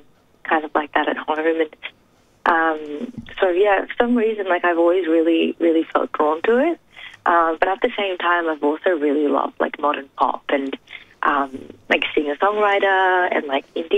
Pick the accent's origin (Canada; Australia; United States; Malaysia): Australia; growing up in a Japanese-speaking household and still consuming, like obviously I grew up in Australia